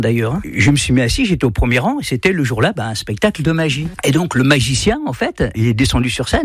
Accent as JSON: {"language": "French", "region": "Grand Est", "country": "France", "said": "Alors, moi, je suis pas de Neuf-Maisons, j'étais à l'époque de Froire-Pompey."}